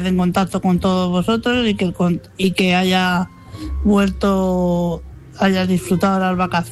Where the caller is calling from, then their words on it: Madrid, Community of Madrid, Spain; de Madrid.